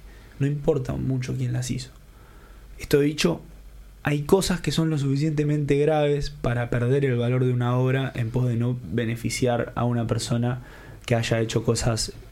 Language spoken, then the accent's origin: Spanish; Uruguay; soy el peor periodista uruguayo.